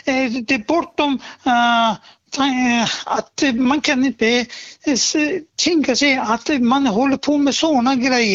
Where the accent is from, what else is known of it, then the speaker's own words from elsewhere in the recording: Iran; och jag kommer ursprungligen från Iran, och det är därför jag lägger allt min kraft och energi för att få stopp för det här eländet i den där diktaturlandet Iran.